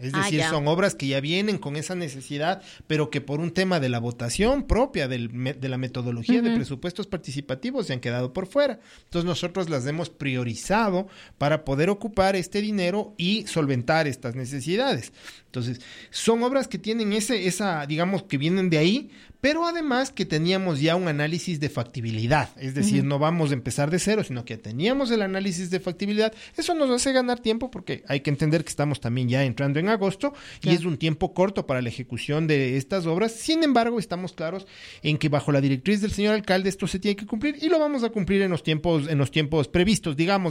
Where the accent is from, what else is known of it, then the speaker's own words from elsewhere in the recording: Quito, Pichincha, Ecuador; yo vengo de un barrio popular, yo nací en la Pío XII.